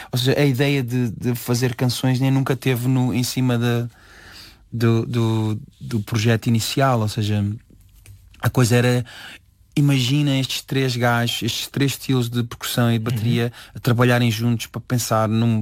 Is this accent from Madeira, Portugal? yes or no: no; Sacavém, Lisbon, Portugal; born there; also born or lived in Arrentela / São João da Talha / Loures; eu passei a maior parte da minha infância em Sacavém.